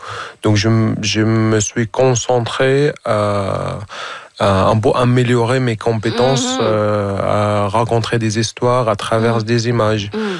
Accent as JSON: {"language": "French", "town": "Hamouria", "region": "Rif Dimashq", "country": "Syria", "tie": "born or raised there", "said": "Je viens d'une ville qui s'appelle Hamouria, c'est une ville qui compte 23 000 habitants."}